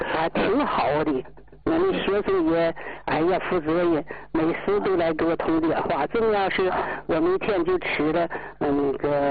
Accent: Dalian, Liaoning, China; 大连的呀。

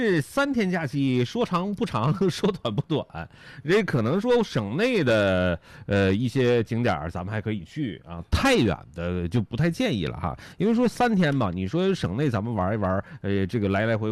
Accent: Liaoyuan, Jilin, China; 作为土生土长的辽源人

